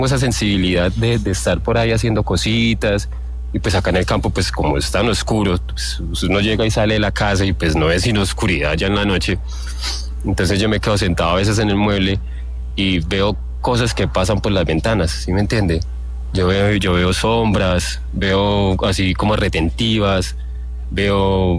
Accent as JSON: {"language": "Spanish", "town": "Calarcá", "region": "Quindío", "country": "Colombia", "lives_now": "Paipa, Colombia", "said": "Estoy desde Paipa, hermano. Pero entonces yo soy de Calarcá, Quindío, yo soy quindiano."}